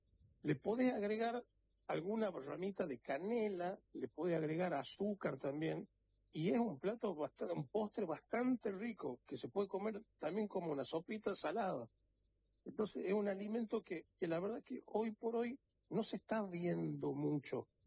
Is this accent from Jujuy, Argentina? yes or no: no; Tucumán, Argentina; now in Buenos Aires, Argentina